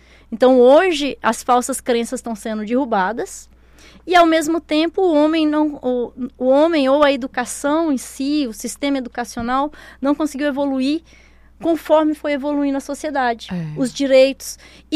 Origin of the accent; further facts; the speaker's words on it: Rondônia, Brazil; moved away as an adult; also born or lived in Goiânia; now in Roraima, Brazil; Mas eu passei uma temporada muito grande em Rondônia. Eu fui criada em Rondônia, né? Meus pais mudaram para Rondônia na década de 80.